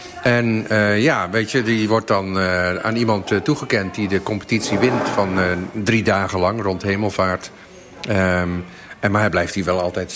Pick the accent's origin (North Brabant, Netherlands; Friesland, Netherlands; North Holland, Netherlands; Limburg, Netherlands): Friesland, Netherlands; moved away; ik ben een Fries, ik kom van buiten.